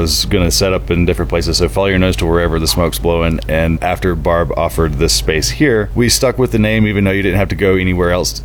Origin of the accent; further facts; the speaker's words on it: Georgia, United States; Growing up in Georgia, we always had a smoker going at the house every weekend.